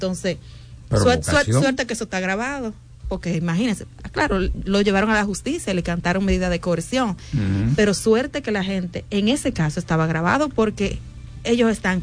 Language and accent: Spanish; Dominican Republic; que obviamente los ambientalistas y nosotros mismos como dominicanos ya realmente no podemos permitir